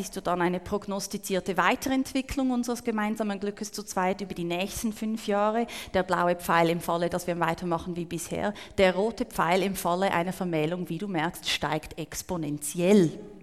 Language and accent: German; Switzerland; Ich bin ja halb Schweizerin.